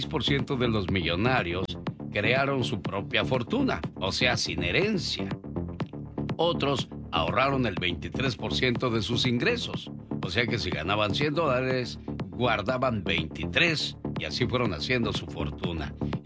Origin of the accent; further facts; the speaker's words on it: Jalisco, Mexico; moved away; día salí de Jalisco, pero Jalisco nunca salió de mí.